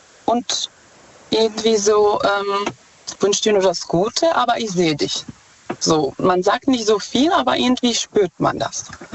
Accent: Czechia; German is a second language; Ich komme ursprünglich aus Tschechien.

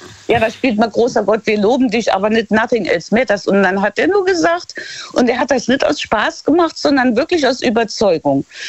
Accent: Luxembourg; dieses Gemäldekaffee heißt das bei uns in Luxemburg, das ist eigentlich ja, so eine altmodische Kneipe mit Kaffee

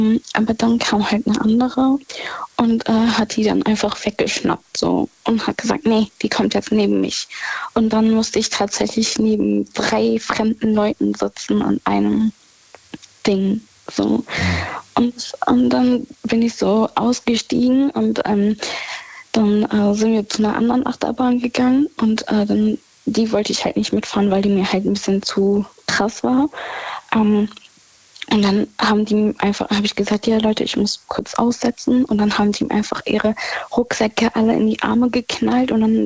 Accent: Rhineland-Palatinate, Germany; In der Nähe von Gerolstein.

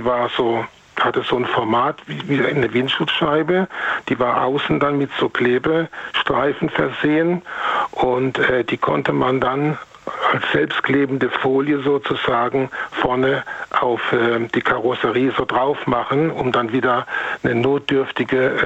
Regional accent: Heidelberg, Baden-Württemberg, Germany; mit meinem Auto Richtung Heidelberg gefahren, in meinen Heimatort, wo ich ursprünglich herkomme.

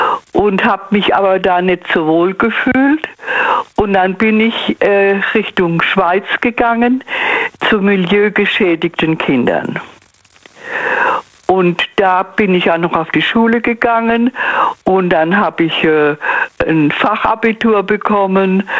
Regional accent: Ludwigshafen am Rhein, Rhineland-Palatinate, Germany; Hallo, ich komme aus Ludwigshafen am Rhein.

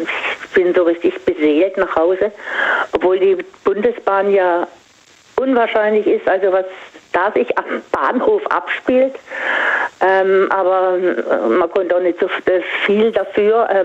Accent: Singen, Baden-Württemberg, Germany

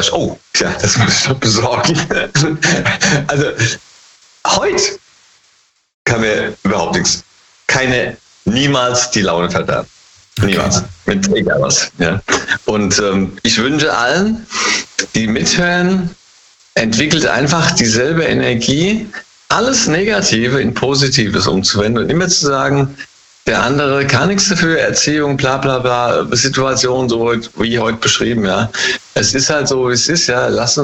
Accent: Hesse, Germany; Aus dem Rheingau immer noch.

